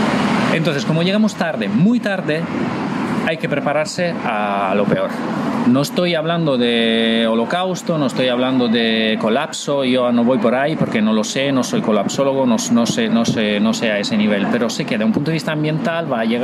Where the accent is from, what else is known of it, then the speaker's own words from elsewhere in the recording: Italy; Tú conoces Venecia, yo soy italiano y yo he estado en Venecia varias veces con el agua en la plaza.